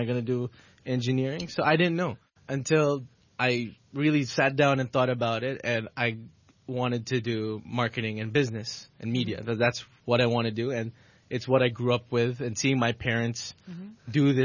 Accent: Angeles City, Central Luzon, Philippines; also born or lived in Quezon City; So I was born in Quezon City, Manila, Philippines in 2005. So I grew up in Angeles City.

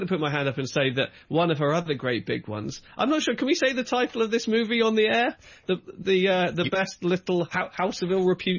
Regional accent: England, United Kingdom; I remember when obviously I grew up in England where country music has a limited, audience anyway.

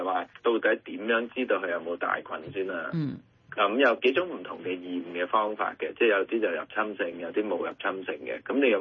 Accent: Hong Kong; 我哋香港人

